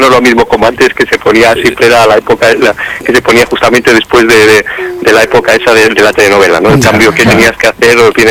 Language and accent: Spanish; Torto de Leva, Castile and León, Spain; now in Alcalá, Spain; Estoy en Alcalá, es un culebrón ya, sí, pero yo soy de Torto de Leva, de Burgos, y te mando un saludo de nuestra tierrilla.